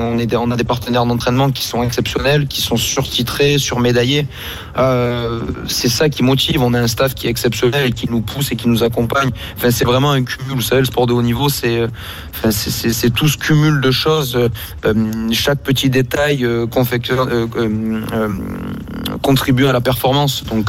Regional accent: Marseille, Provence-Alpes-Côte d'Azur, France; en réalité nous sommes originaires de Marseille le sport national à Marseille n'est autre.

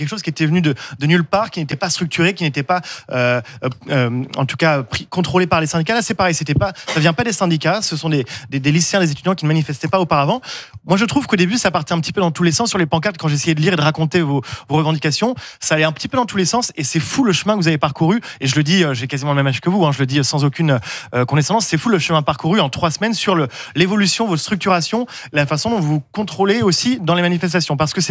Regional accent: Brittany, France; moved away; moi je viens de Bretagne

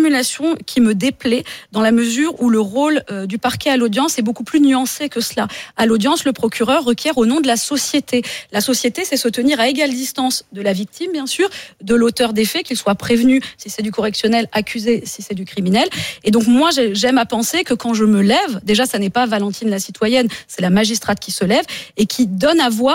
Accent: Occitanie, France; born there; j'ai signé mon roman dans ma région natale qui est le Tarn.

